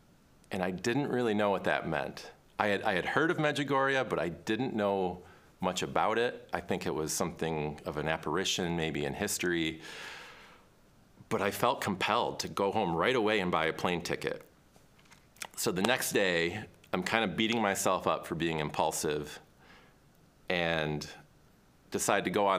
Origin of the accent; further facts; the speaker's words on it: Michigan, United States; I'm a seminarian in New York. But I grew up in Michigan through the 90s.